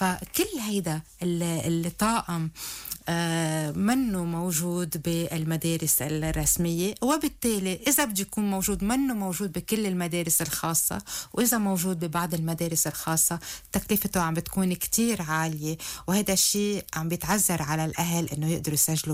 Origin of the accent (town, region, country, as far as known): Lebanon